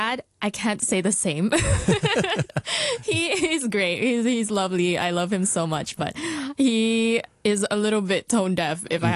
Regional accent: Hong Kong; also born or lived in Okinawa, Japan; Yeah. I basically grew up mostly in Hong Kong, but I was born in Okinawa. And I grew up doing music, I guess.

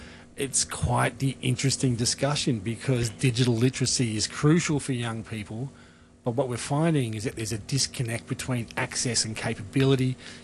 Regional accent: Victoria, Australia; my home state of Victoria

